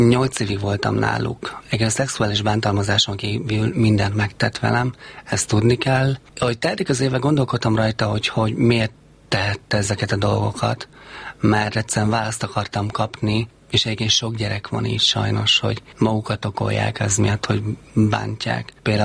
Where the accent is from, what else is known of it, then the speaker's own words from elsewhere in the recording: Gyöngyös, Heves, Hungary; born there; én gyöngyösen születtem meg, és egyből hoztak fel Budapestre